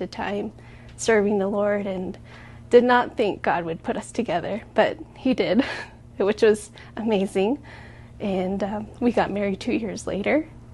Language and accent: English; Arizona, United States; I am from La Cachuca, Arizona, and that's where I grew up with my family. I grew up in a Navajo traditional home